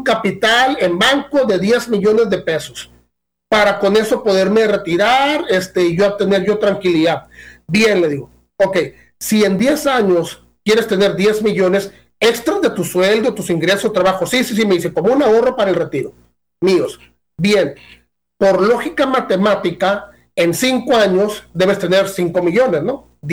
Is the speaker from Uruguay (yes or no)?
no; Mexico; yo estoy en México. Ok, como mexicanos